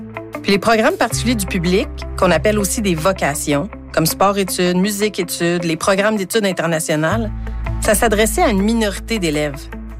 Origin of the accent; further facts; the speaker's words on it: Sherbrooke, Quebec, Canada; born there; on retourne dans ma ville natale, Sherbrooke, pour voir comment ça se passe là-bas.